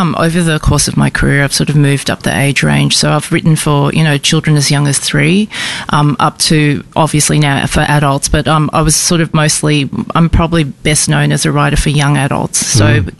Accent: Warwick, Queensland, Australia; born there; also born or lived in Singapore; I was actually born overseas in Singapore, and the first place that we settled in when we came to Australia was rural Queensland

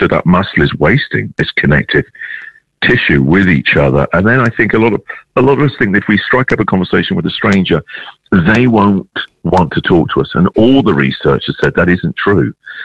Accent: England, United Kingdom; And obviously, I'm an English guy, the other side of the world.

